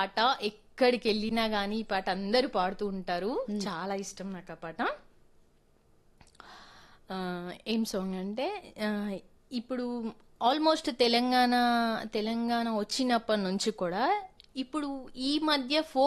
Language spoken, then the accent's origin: Telugu; Ammanabolu, Telangana, India; born there; now in Hyderabad, India; నేను పుట్టింది అమ్మనబోలు గ్రామం, నార్కట్పల్లి మండలం అమ్మనబోలు గ్రామం, నల్గొండ జిల్లా పుట్టింది. తండ్రి ఆర్టీసీ డ్రైవర్.